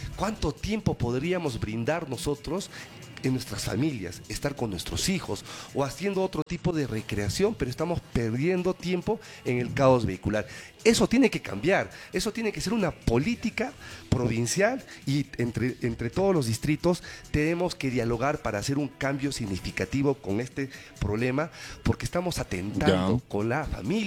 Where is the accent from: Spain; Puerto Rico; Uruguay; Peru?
Peru; Cusco; Soy cusqueño, orgulloso de ser cusqueño, soy huanchino.